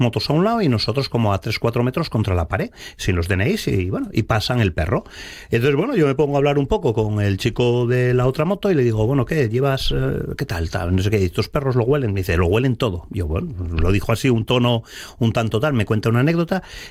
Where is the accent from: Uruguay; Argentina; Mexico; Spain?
Spain; Gijón, Asturias; Y Miguelín es de Oviedo, yo soy de Gijón